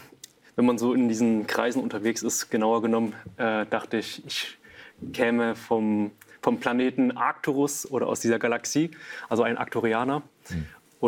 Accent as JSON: {"language": "German", "country": "Germany", "tie": "born there", "said": "ich bin zwar hier in Deutschland zur Welt gekommen und so weiter, aber meine Familie kommt eher aus einem nicht-deutschen Hintergrund"}